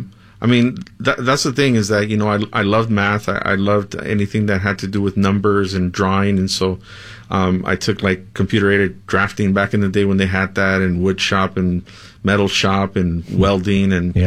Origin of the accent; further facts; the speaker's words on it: Watts, California, United States; also born or lived in Mexico; So, although I was born in Mexico, I was raised in Watts, and at a young age, I got, you know, initiated into a gang